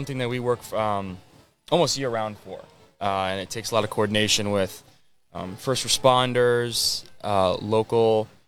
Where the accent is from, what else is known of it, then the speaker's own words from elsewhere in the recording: St. Joseph, Michigan, United States; Born and raised in St. Joe and grew up coming to the art fair.